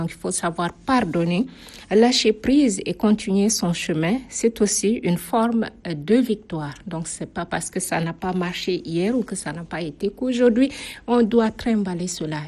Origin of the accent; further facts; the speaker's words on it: Chad; Nous restons en musique chez nous, au Tchad